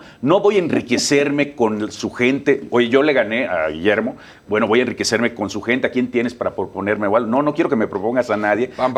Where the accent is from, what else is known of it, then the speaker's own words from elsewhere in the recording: Mexico; No, todos somos mexicanos, todos debemos jalar parejo